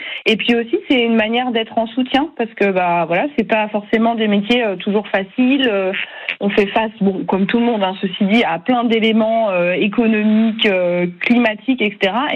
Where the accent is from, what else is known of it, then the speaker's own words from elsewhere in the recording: Marçon, Pays de la Loire, France; born there; moi je suis née à Marçon dans une famille d'agriculteurs